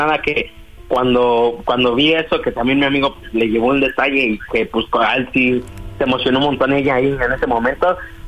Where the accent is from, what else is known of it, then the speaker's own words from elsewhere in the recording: Ecatepec de Morelos, State of Mexico, Mexico; Tengo 19 años, me llamo aquí del Ecatepec de Morelos.